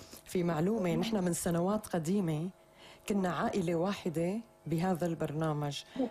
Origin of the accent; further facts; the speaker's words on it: Syria; وكنا دائما ايد واحدة وقلب واحد بكل انحاء العالم كسوريين